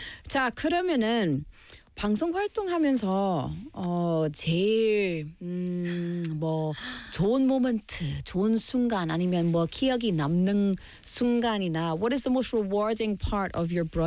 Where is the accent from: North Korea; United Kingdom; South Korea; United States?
United Kingdom; Scotland; Korean is a second language; moved away; 스코틀랜드에서 우리는 사계절이 있어요.